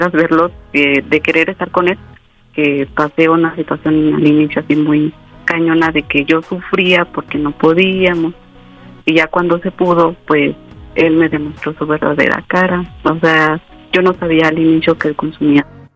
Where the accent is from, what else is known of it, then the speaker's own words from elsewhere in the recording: San Luis Potosí, Mexico; Tengo 32 años y soy de San Luis Potosí.